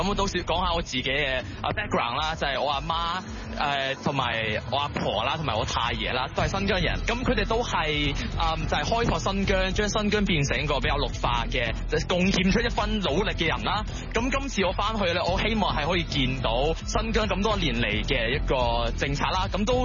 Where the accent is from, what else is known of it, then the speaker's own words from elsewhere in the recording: southern China, China; 作為一個出身喺呢個南方嘅地方咧，我係比較少去北方嘅